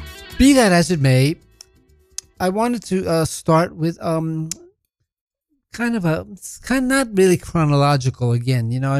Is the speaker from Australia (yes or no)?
no; Colombia; as a Colombian Latino myself, coming out of the whole rock world, more in the domestic New York scene